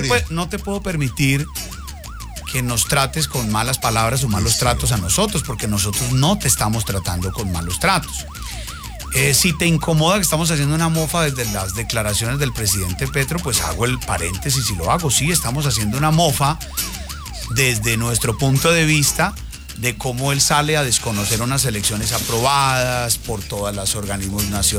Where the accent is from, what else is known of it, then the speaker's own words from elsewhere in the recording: Colombia; el que nos representa a nosotros como colombianos